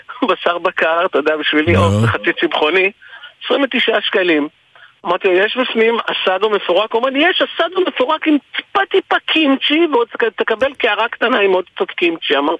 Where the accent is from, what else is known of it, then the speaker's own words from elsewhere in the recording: Givatayim, Tel Aviv District, Israel; יש בדרום גבעתיים מרכז מסחרי. אני גדלתי בדרום גבעתיים. את שנות הילדות שלי והנערות שלי עברתי שם, את קצה שנות הנערות שלי עברתי שם.